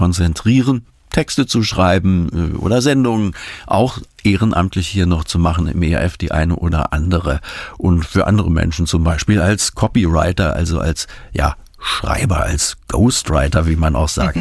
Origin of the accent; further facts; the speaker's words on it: Berlin, Germany; ich bin und werde immer im Herzen Berliner bleiben, denn ich bin in West-Berlin geboren, dort aufgewachsen